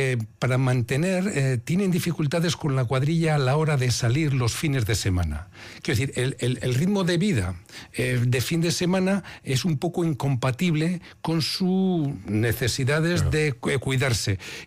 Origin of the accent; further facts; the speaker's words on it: Bilbao, Basque Country, Spain; Yo cuando me preguntan de dónde eres, digo, de Deusto. Y luego hace tiempo que no vivo en Deusto, pero esa referencia, sí, esa socialización, sí, automáticamente sí te sale